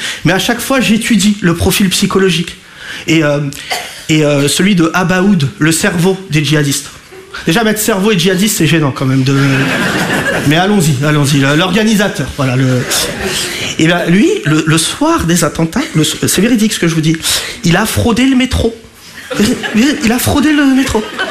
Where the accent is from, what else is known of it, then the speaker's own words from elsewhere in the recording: France; Je préfère qu'on en parle et je suis français. Oui, oui, je suis français, il n'y a pas de malentendu.